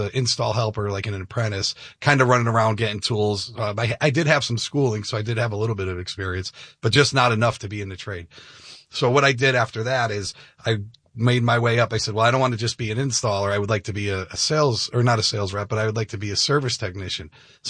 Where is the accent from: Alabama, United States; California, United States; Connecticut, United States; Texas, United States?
Connecticut, United States; I'm from Connecticut originally. And when I went to high school, I went to a trade school